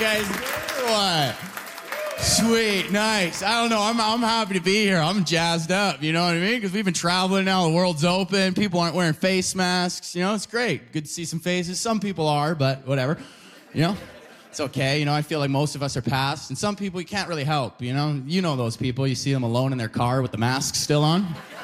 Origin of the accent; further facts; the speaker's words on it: Alberta, Canada; now in Ontario, Canada; I lost 3 friends just because I'm from Alberta.